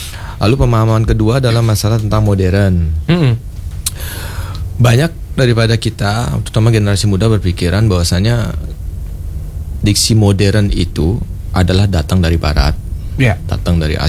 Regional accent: Bali, Indonesia; Kita bisa merubah pola pikir kita sebagai orang Bali

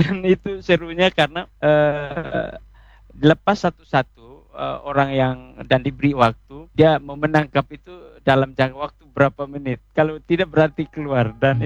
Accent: East Nusa Tenggara, Indonesia; istilah orang-orang kami orang Atoni itu bilang klis.

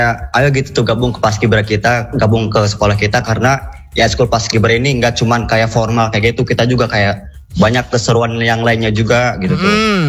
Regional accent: West Java, Indonesia; Iya, kita dari Sunda soalnya.

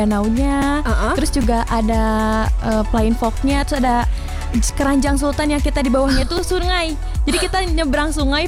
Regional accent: Sukabumi, West Java, Indonesia; di daerah aku, khususnya di Sukabumi

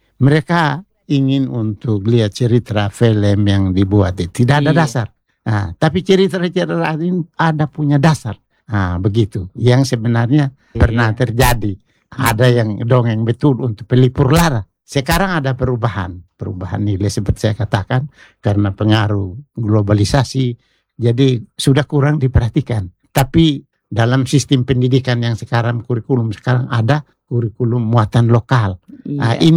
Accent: East Nusa Tenggara, Indonesia; sikap perilaku kita sebagai orang Sabu terlihat di dalam yeah, diri kita, hidup tolong menolong

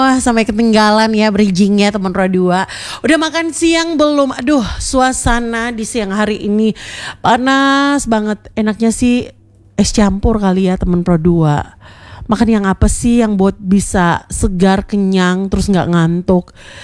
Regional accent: East Nusa Tenggara, Indonesia; makanan asal kita dari NTT lagi viral ya.

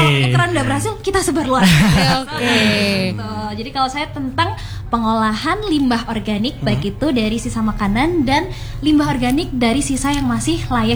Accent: Malang, East Java, Indonesia; saya orang Malang ya, jadi saya sudah tahu dari dulu

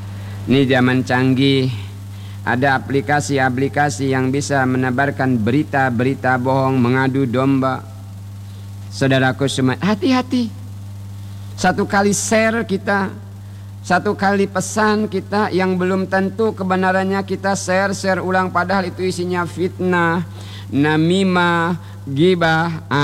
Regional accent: Bangka Belitung Islands, Indonesia; Kata kita orang Bangka, bebula.

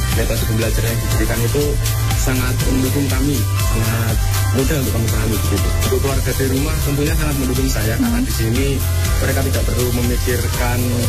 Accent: Pacitan, East Java, Indonesia; asal saya dari Kota Pacitan, Kecamatan Arjosari, Desa Karangasem.

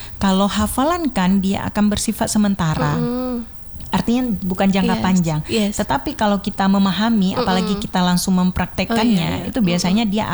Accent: Aceh, Indonesia; Kita orang Aceh

